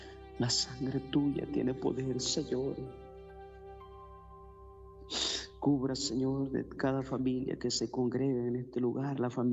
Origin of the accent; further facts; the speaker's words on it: El Salvador; Nuestra nación, El Salvador